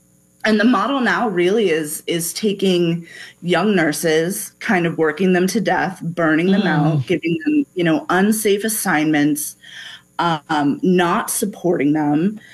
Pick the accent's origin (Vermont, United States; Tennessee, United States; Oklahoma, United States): Vermont, United States; Burlington; now in Chicago, United States; I am from Burlington, Vermont.